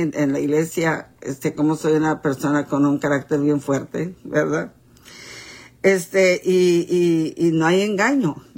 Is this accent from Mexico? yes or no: yes; Mexico; ustedes saben cómo somos los mexicanos, ¿verdad?